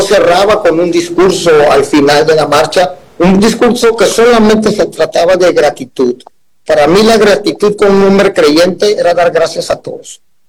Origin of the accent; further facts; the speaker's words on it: Sinaloa, Mexico; Agradecido siempre como sinaloense, como mexicano, por darnos voz.